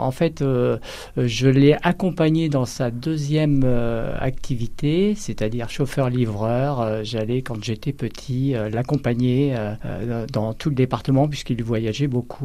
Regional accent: Loudun, Nouvelle-Aquitaine, France; born there; Je suis né à Loudun, dans le département de la Vienne.

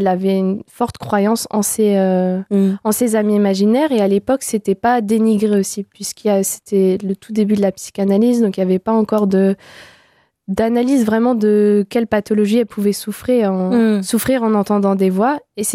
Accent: France; also born or lived in Belgium; c'était assez simple l'accès en tant que française et belge au Royaume-Uni pour avoir accès aux archives.

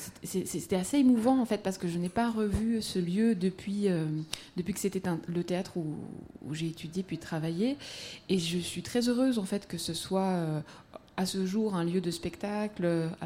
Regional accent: Saint-Étienne, Auvergne-Rhône-Alpes, France; moved away as an adult; Eh bien, j'ai vécu à Saint-Étienne de mes 5-6 ans jusqu'à ce que j'obtienne mon bac. Donc je suis stéphanoise d'adoption, puis quand on a été stéphanois une fois, on l'est un peu à vie, je crois.

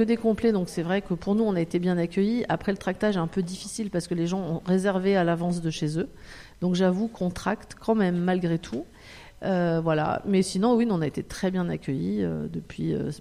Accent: Valence, Auvergne-Rhône-Alpes, France; Alors moi, je viens de Valence.

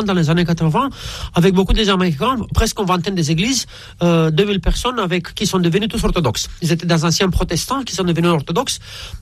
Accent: Romania; French is a second language; moved away as an adult; also born or lived in United States; now in France; je suis d'origine romaine, j'ai grandi là-bas

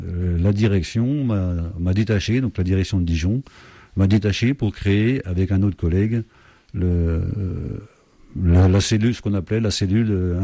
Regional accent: Switzerland; born there; moved away; Alors, je suis né en Suisse, Suisse-Allemande, côté d'Ellemont. Et donc, j'ai une double nationalité, française et suisse.

